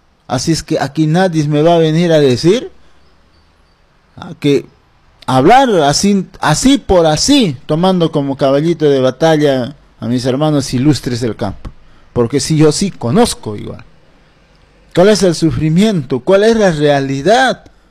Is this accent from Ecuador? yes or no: no; Peru; mi centro poblado donde me vio crecer, Unión Autiqui.